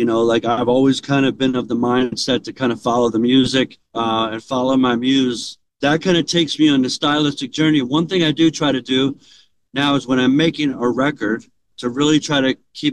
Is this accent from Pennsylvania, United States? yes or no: yes; Philadelphia, Pennsylvania, United States; moved away as an adult; I grew up in Philly and I always wanted to go to the country.